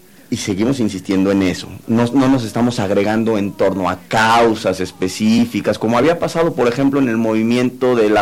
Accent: Mexico

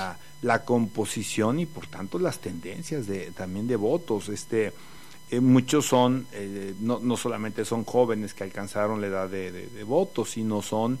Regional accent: Querétaro, Mexico; born or raised there

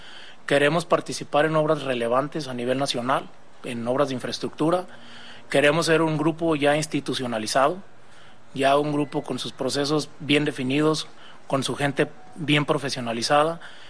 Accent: Ocotlán, Jalisco, Mexico; born there; now in Guadalajara, Mexico; Mi tierra, así es.

